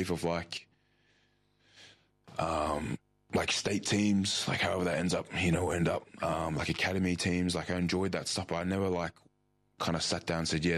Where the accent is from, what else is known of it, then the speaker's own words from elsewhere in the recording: Mullaloo, Western Australia, Australia; Yeah, I grew up in Mullaloo, like Dunlop. And I've lived there. I still live there now. I'm still in my family home at the moment with my parents.